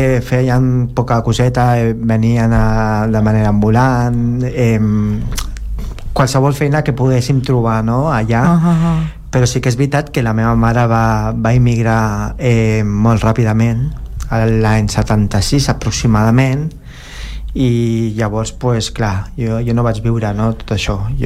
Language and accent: Catalan; General Trias, Cavite, Philippines; Catalan is a second language; now in Spain; Nosaltres venim de General Trias, que és una ciutat que està a les afores de Manila. Estem a 50 quilòmetres de Manila. Manila és la capital de Filipines. I, és un poble, per dir.